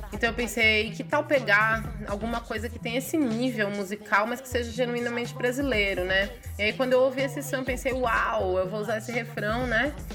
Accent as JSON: {"language": "Portuguese", "region": "São Paulo", "country": "Brazil", "tie": "born or raised there", "said": "Que eu cresci em São Paulo. Nasci em São Paulo, cresci, né? No centro, no bairro, nas imediações ali da Estação da Luz, no bairro da Luz."}